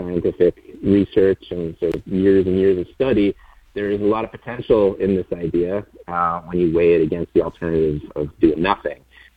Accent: New England, United States; I grew up in New England and decided to go to school in Poughkeepsie back in the 90s

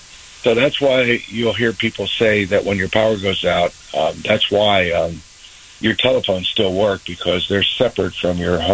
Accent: Virginia, United States; moved away; I retired and moved back to my home where I grew up in Virginia.

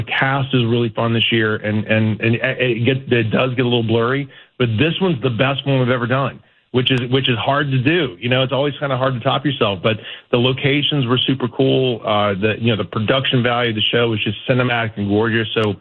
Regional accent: the South, United States; because I grew up in the South.

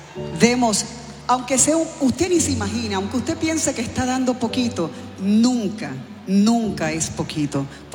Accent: Puerto Rico; born there; Una puertorriqueña orgullosamente venezolana.

